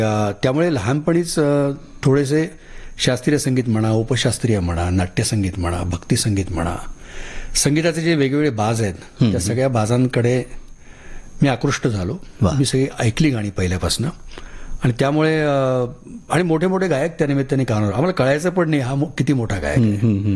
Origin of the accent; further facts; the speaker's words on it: Pune, Maharashtra, India; मी ज्या काळात पुण्यामध्ये वाढलो